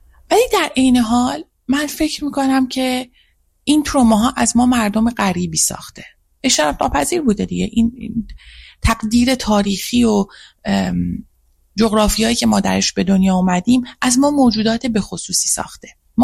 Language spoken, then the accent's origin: Persian; Iran; فکر کردم که خانه من در وطنم در حال سوختنه